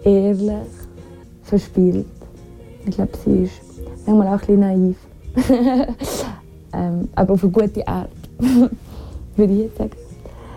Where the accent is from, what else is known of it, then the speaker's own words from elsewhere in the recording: Graubünden, Switzerland; moved away as an adult; now in Zurich, Switzerland; Ich bin in Graubünden aufgewachsen, in den Bergen. Ich bin jetzt schon seit 11 Jahren in Zürich.